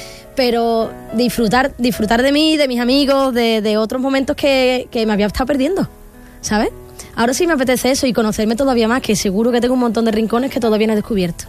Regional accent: Jerez, Andalusia, Spain; O sea, volver a Jerez, a mi tierra, al Villa Marta, llenarlo otra vez de nuevo con este trabajo.

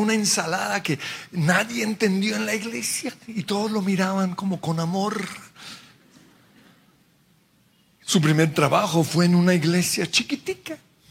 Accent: Colombia; Y nosotros como colombianos nos preguntamos, pero ¿qué es Colombia ante las otras naciones del mundo?

